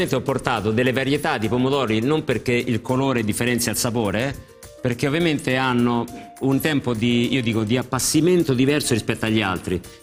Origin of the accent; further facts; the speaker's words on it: Sardinia, Italy; essendo io sardo